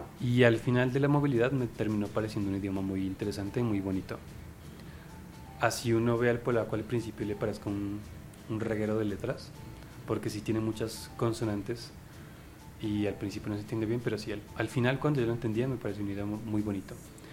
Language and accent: Spanish; Colombia; Digamos, la gente es amable, amable como colombianos